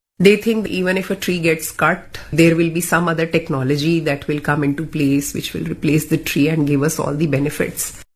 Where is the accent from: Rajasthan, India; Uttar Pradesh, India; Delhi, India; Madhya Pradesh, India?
Delhi, India; Yeah, Delhi. I grew up in Delhi. This was the Delhi of the 80s.